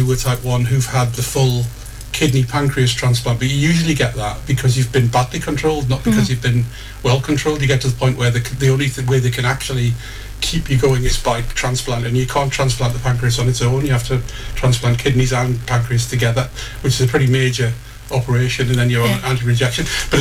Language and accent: English; Newcastle upon Tyne, North East England, United Kingdom; accent: Geordie; moved away as an adult; also born or lived in Gosforth / London; I'm a Geordie. I was born in Heaton, brought up in Heaton until I was 11, and then in Gosford after that, until I left the North East in 1987.